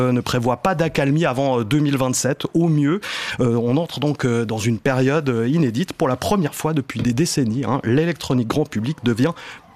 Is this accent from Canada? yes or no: no; Switzerland; Chez nous, en Suisse